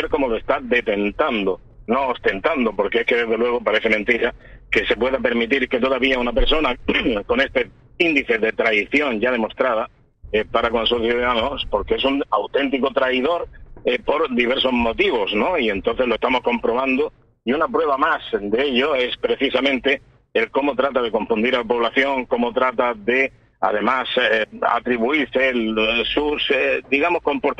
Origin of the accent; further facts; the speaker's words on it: Spain; somos españoles.